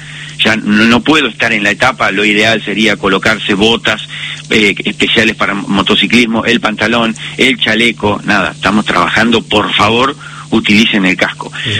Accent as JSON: {"language": "Spanish", "town": "Lonquimay", "region": "La Pampa", "country": "Argentina", "said": "yo soy de Lonquimay, también un pueblo muy chiquitito"}